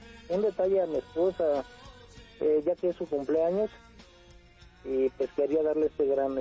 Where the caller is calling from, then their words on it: Mexico City, Mexico; Mira, hablo de aquí de la alcaldía Iztapalapa.